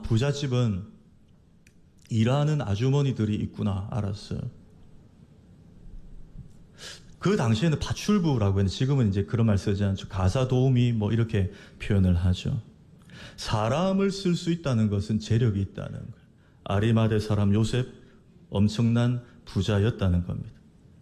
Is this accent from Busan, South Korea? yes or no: yes; Busan, South Korea; 그 당시 저는 이제 부산시 금정구 남산동에서 어린 시절 자랐는데, 부산시 금정구 구서동에 그 당시에 제일 부자들이 사는 아파트가 있었는데